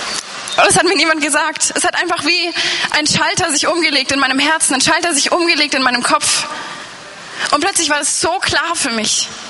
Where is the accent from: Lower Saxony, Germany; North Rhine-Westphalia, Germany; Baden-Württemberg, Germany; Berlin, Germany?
Baden-Württemberg, Germany; Ich bin katholisch aufgewachsen in Baden-Württemberg, in einem kleinen Ort an der Schweizer Grenze.